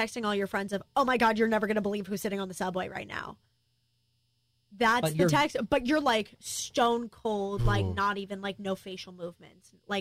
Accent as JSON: {"language": "English", "region": "New York", "country": "United States", "said": "I'm a New Yorker."}